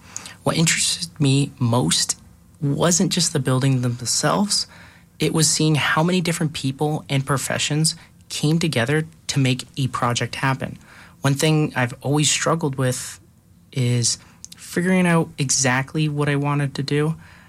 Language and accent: English; Barrie, Ontario, Canada; now in Calgary, Canada; I am originally from Barrie, Ontario, and real estate has always been around me.